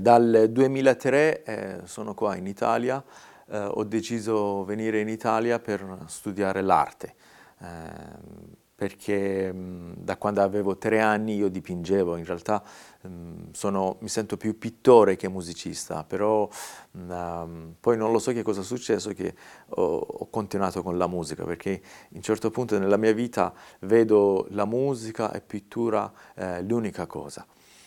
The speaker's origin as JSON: {"language": "Italian", "region": "Isfahan", "country": "Iran", "tie": "born there", "second_language": "Italian", "said": "sono nato in Iran, per preciso a Isfahan, la città d'arte dell'Iran, la città centrale in Iran."}